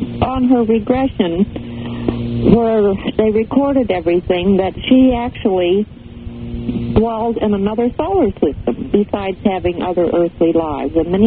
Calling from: Liberal, Kansas, United States; I am calling from Liberal, Kansas.

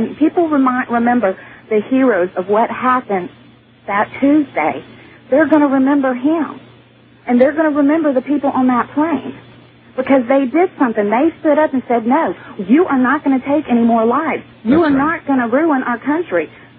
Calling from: Modesto, California, United States; from Modesto.

